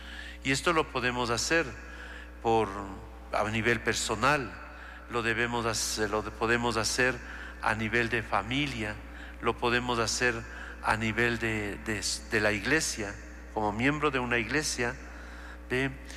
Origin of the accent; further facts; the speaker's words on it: Ecuador; y en especial como iglesia ecuatoriana